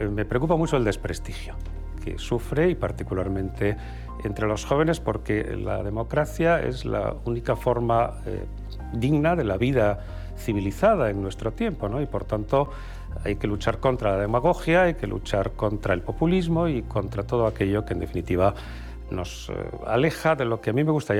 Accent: Spain; Pues soy un español moderado, lo cual probablemente es una extraña especie

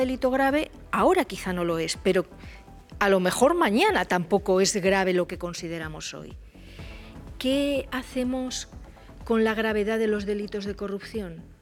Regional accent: Spain; Al fin y al cabo, somos españoles todos

